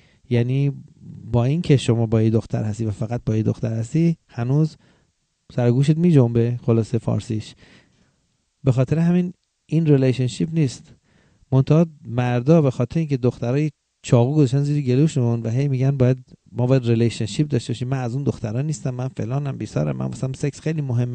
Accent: Iran; moved away as an adult; من که از ایران داشتم می اومدم تو ایران یه پیکان داشتم، پیکان معمولی، مال خودم هم نبود، مال بابام بود و خونه هم نداشتم، با خانوادم زندگی می کردم.

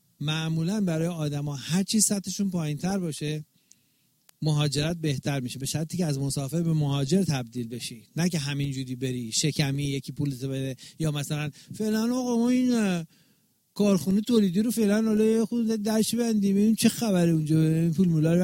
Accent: Iran; اونی که شما میرسی به یه کشوری که به عنوان یه ایرانی به عنوان یه میدل ایسترن

